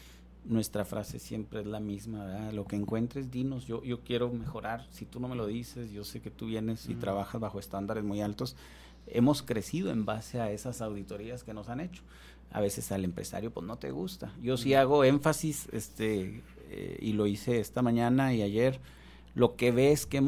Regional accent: Ciudad Juárez, Chihuahua, Mexico; ¿de dónde eres? De Juárez, ¿quieres a Juárez? Con todo el corazón.

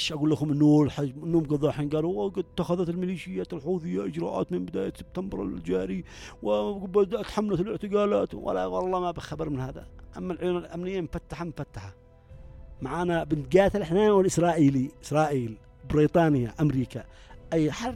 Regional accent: Yemen

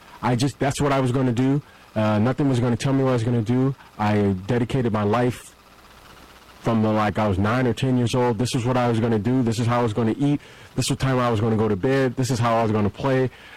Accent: Detroit, Michigan, United States; I was growing up in Detroit.

